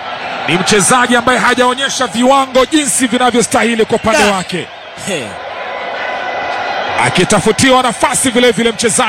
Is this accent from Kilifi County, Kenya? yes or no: yes; Mariakani, Kilifi County, Kenya; zile za kule kwetu Mariakani kule Kiriamani